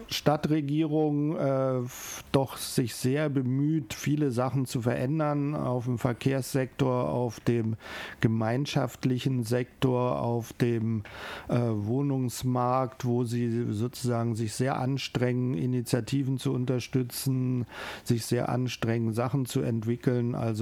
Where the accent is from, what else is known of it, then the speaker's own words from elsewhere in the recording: Berlin, Germany; moved away as an adult; now in Salzburg, Austria; als Berliner kommt das zwischen Ost-West natürlich.